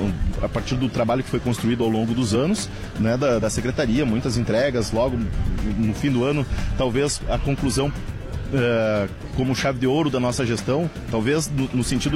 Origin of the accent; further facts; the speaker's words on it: Santo Ângelo, Rio Grande do Sul, Brazil; moved away; also born or lived in Lagoa Vermelha; sou de Santo Ângelo, fui... Eu me criei em Santo Ângelo, né? Eu nasci em Lagoa Vermelha, mas eu fui muito cedo para Santo Ângelo, então a minha trajetória de estudos, de convívio comunitário é em Santo Ângelo